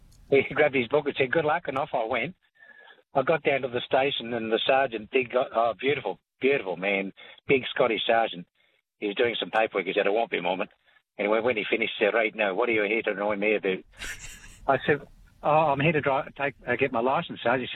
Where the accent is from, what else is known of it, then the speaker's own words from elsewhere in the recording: Balranald, New South Wales, Australia; I was born and raised in Balranald.